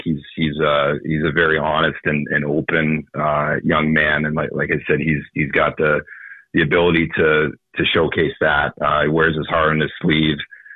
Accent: Ontario, Canada; I grew up just near Toronto.

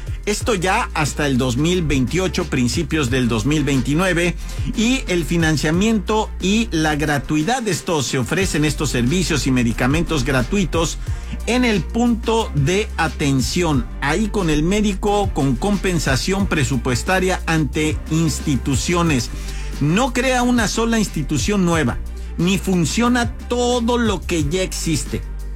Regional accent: Mexico

